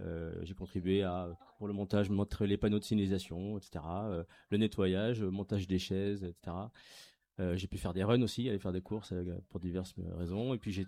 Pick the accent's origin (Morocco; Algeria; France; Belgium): France; Île-de-France; moi, je viens de Paris, la région parisienne.